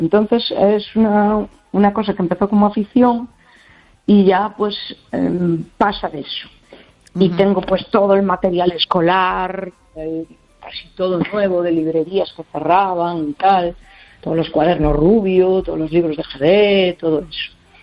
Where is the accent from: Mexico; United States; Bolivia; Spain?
Spain; Galicia; del Barbanza.